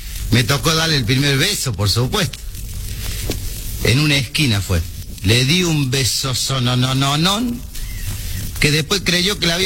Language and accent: Spanish; Córdoba, Argentina; Bueno, como ustedes saben, yo soy cordobés.